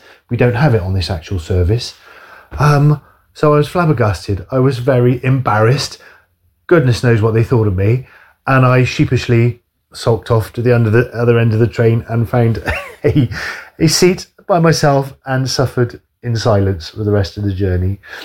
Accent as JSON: {"language": "English", "town": "Bristol", "region": "South West England", "country": "United Kingdom", "tie": "born or raised there"}